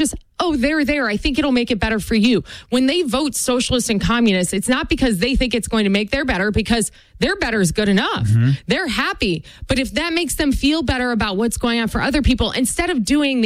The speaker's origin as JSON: {"language": "English", "town": "Rochester", "region": "New York", "country": "United States", "tie": "born or raised there"}